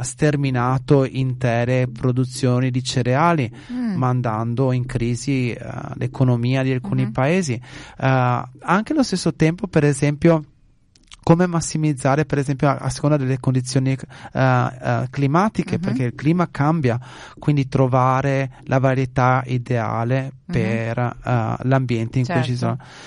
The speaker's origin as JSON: {"language": "Italian", "region": "Veneto", "country": "Italy", "said": "c'è anche il nostro dialetto veneto"}